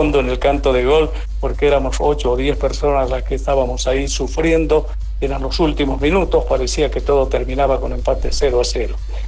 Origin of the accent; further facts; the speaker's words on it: Potosí, Bolivia; en los escenarios deportivos de la Villa Imperial, de donde soy, de Potosí.